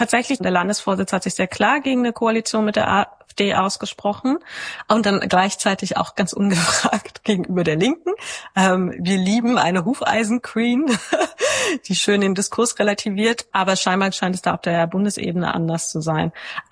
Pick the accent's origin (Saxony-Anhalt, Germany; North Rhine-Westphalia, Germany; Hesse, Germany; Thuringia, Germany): Saxony-Anhalt, Germany; Wernigerode; Wernigerode, da wo ich herkomme, auch.